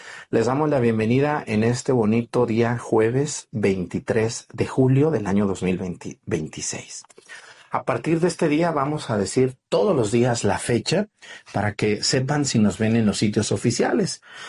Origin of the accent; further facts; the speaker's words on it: Mexticacán, Jalisco, Mexico; Mexticacán, mi tierra, donde yo nací